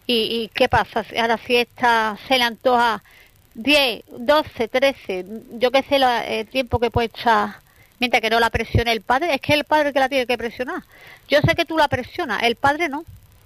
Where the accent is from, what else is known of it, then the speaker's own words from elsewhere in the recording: Alcalá, Spain; yo como soy de Alcalá, digo, pues si tienes gente donde tú te puedas ir, pues te vas tú.